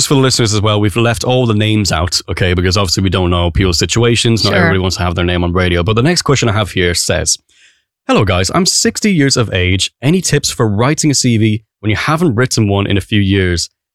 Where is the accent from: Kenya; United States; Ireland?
Ireland; is especially as Irish people, being quite guilty of like putting ourselves down and not maybe highlighting some of those achievements.